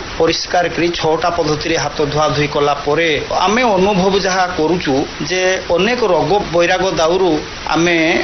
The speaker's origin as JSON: {"language": "Odia", "town": "Digaresia", "region": "Odisha", "country": "India", "said": "ଆମ ଗାଁ ହଉଛି ଦିଗାରେସିଆ, ଗ୍ରାମ ପଞ୍ଚାୟତ ଗୌଡ଼ନା ଏବଂ ବ୍ଲକ ହଉଛି କୁଳିଅଣା।"}